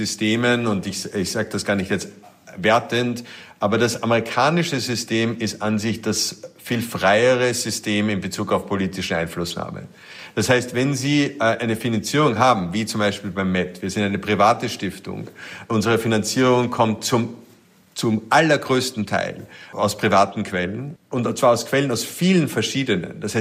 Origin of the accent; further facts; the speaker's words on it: Vienna, Austria; now in New York, United States; ich bin in Wien aufgewachsen.